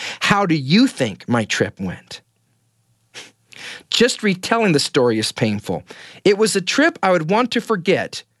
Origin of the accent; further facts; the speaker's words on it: Kenai, Alaska, United States; moved away; also born or lived in Idaho; But I was from Kenai, Alaska, population 5,500. I remember when all three stoplights were put in my town. But needless to say, my hometown was small.